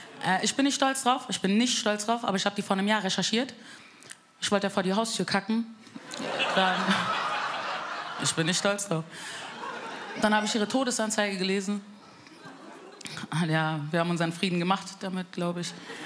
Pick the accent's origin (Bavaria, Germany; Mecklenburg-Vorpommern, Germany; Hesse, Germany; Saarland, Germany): Bavaria, Germany; Ich bin aus Frankfurt. Spaß, ich bin eigentlich aus Bayern. Wirklich, wirklich.